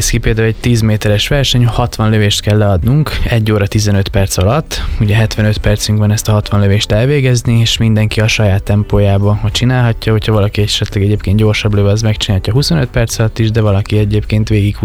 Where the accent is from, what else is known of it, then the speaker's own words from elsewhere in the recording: Komárom, Komárom-Esztergom, Hungary; szerencsés helyzetem volt, hogy én komáromiként szerettem meg a sportlövészetet, hiszen a komáromi sportlövészet az évtizedekre nyúlik vissza